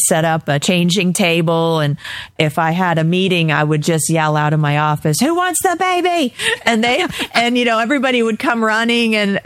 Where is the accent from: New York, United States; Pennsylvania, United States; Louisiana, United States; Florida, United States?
Florida, United States; St. Pete Beach; I grew up on St. Pete Beach